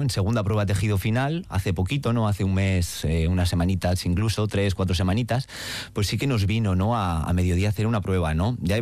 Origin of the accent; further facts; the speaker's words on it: Getxo, Basque Country, Spain; Los que soy de Algorta, de Guecho, pues que aparcar es como creer en Dios muchas veces